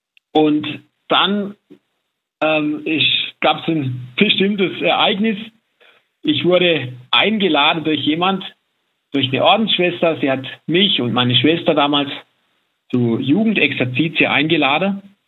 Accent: Baden-Württemberg, Germany; now in Salzburg, Austria; Wie man vielleicht hört, komme ich gebürtig nicht aus Salzburg. Manche werden den Salzburger Dialekt jetzt vielleicht vermissen. Ich komme aus Südwestdeutschland, aus dem Schwarzwald und bin sozusagen ein Auslandshilfskraft.

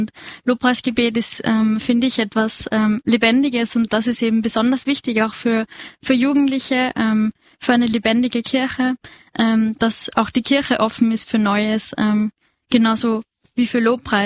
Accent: Bergland, Lower Austria, Austria; moved away as an adult; now in Vienna, Austria; ich bin aus Bergland. Genau, wir studieren beide gerade in Wien

